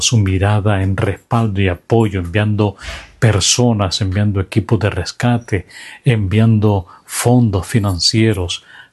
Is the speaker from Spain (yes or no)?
no; Honduras